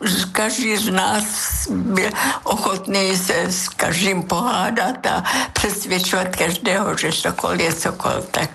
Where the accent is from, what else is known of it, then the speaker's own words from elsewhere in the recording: Ústí nad Orlicí, Pardubice Region, Czechia; now in Zlín, Czech Republic; Já jsem z Ústí nad Orlicí